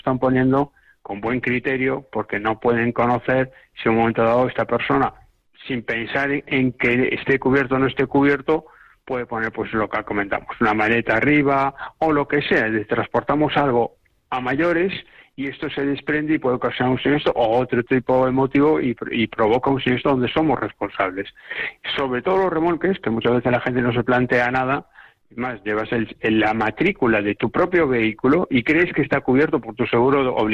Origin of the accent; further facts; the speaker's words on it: Spain; que todos somos españoles.